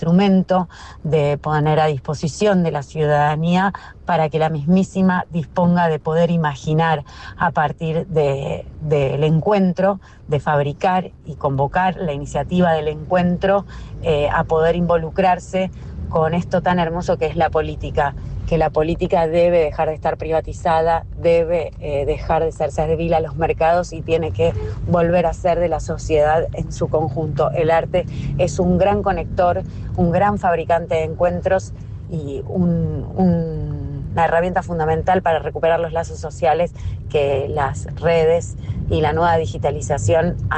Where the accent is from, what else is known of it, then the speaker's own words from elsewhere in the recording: Argentina; Yo soy una mujer argentina de 45 años